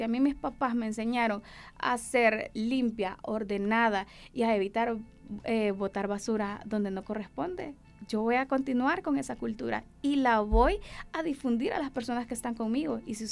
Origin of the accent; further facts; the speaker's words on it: Honduras; es importante culturizarnos como hondureños